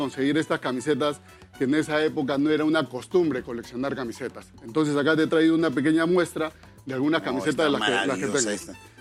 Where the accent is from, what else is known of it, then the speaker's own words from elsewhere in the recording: Rímac, Lima, Peru; Yo soy del RIMAC